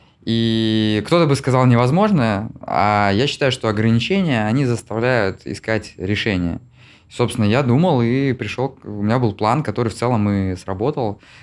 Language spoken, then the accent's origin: Russian; Syktyvkar, Komi Republic, Russia; Я вырос в Сыктывкаре.